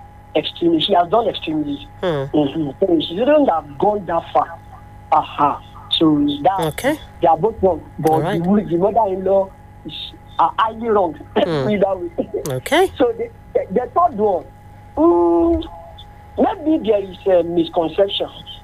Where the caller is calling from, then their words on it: Nigeria; we in Nigeria